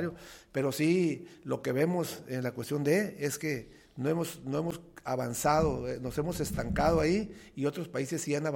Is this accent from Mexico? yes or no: yes; Mexico; Yo sigo siendo mexicano, soy mexicano, pero lo que pasa, soy realista también.